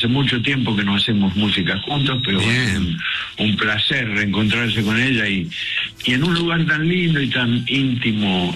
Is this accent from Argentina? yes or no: yes; Cañada de Gómez, Santa Fe, Argentina; termino la gira yendo a mi pueblo, a Cañada de Gómez, provincia de Santa Fe.